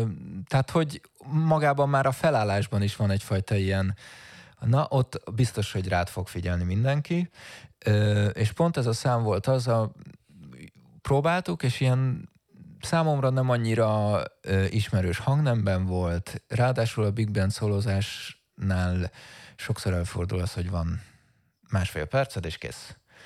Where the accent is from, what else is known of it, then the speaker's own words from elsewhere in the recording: Hungary; de én klasszikus zenén nevelkedtem, klasszikus zenei oktatásban nőttem fel itthon, ahol az improvizációnak semmi helye nem volt.